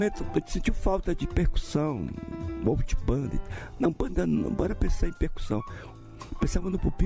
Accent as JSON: {"language": "Portuguese", "region": "Pará", "country": "Brazil", "said": "eu sou do Pará."}